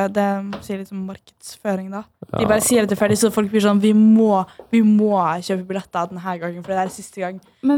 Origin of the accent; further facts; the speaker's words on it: Salangen, Troms, Norway; Salangen, jeg er fra Salangen, det er litt oppe i Nord-Norge.